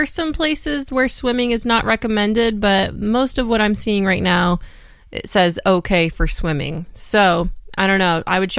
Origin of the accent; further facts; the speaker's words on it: Iowa, United States; born or raised there